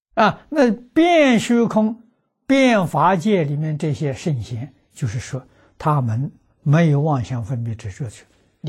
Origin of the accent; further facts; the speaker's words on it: China; 我们中国人